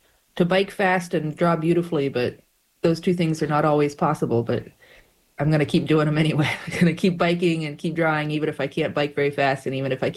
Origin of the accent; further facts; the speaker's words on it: Tucson, Arizona, United States; now in Athens, Georgia, United States; I grew up in Tucson, Arizona, which is right on the U.S.-Mexico border.